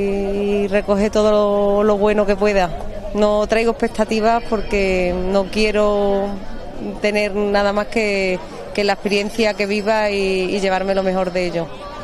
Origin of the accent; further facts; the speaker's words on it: Extremadura, Spain; now in Cádiz, Spain; No, vivo en Cádiz, soy extremeña, sí, y nunca había hecho el camino.